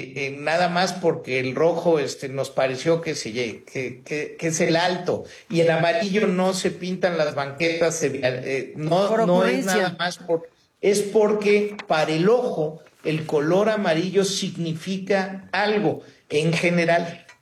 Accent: Mexico City, Mexico; Sí necesitamos como chilangos pues alzar la voz, porque pues aquí vivimos todos y aquí vamos a seguir viviendo.

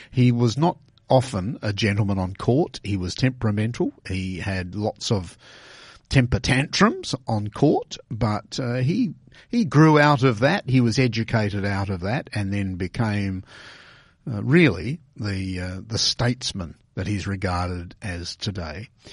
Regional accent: Australia; as an Australian

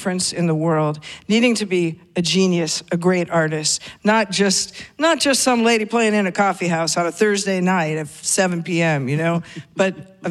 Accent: Seattle, Washington, United States; given just my age and when I grew up in Seattle, you know, I was a new wave girl

